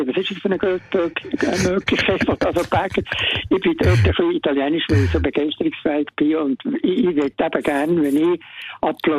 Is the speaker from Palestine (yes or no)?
no; Bern, Switzerland; Ich bin Berner